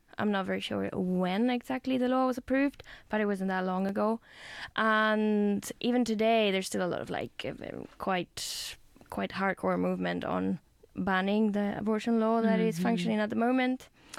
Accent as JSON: {"language": "English", "country": "Spain", "moved": "yes", "said": "I come from Spain. Spain is, as you all maybe not all of you, but many of you will know that it's a historically Catholic country"}